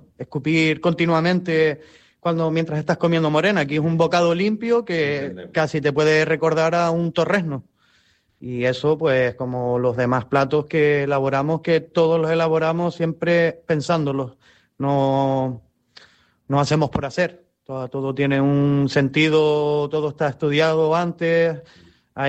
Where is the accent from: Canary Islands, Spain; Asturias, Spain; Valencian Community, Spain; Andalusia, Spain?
Canary Islands, Spain; cuando los ingleses llegaron aquí a Canarias